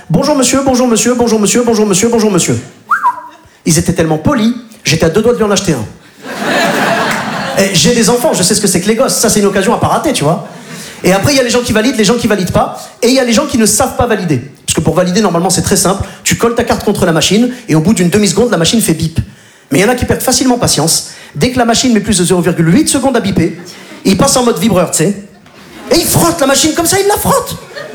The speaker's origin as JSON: {"language": "French", "country": "Morocco"}